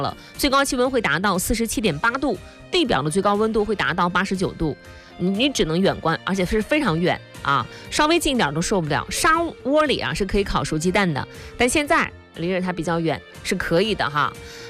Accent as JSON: {"language": "Chinese", "region": "Shandong", "country": "China", "said": "我们北方人就开始规划，我们山东人吧，不能说北方人啊"}